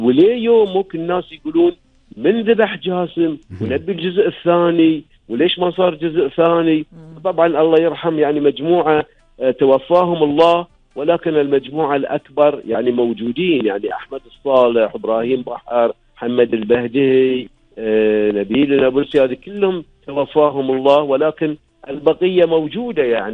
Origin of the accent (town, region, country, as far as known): Kuwait